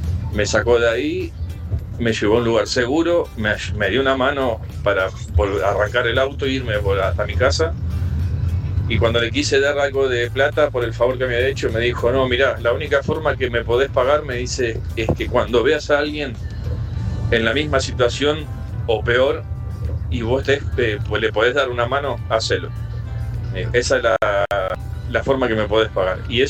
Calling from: Virrey del Pino, Buenos Aires Province, Argentina; de Virrey del Pino

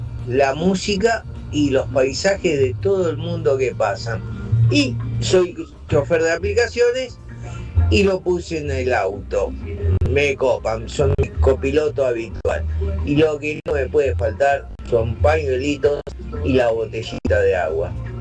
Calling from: Buenos Aires, Argentina; de Floresta

